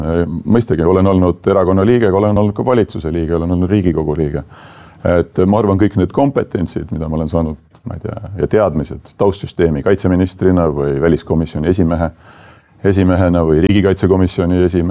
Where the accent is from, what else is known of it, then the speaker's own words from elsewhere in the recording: Saare County, Estonia; Ma ise olen Saaremalt, et öeldakse, et 7 aastat pead elama Saaremal, siis võid hakata ennast kutsuma saarlaseks.